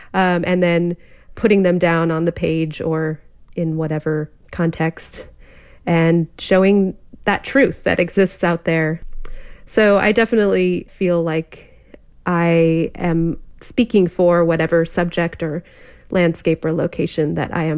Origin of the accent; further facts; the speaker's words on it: California, United States; I grew up in California and with those amazing, incredible landscapes there. My family went camping every summer.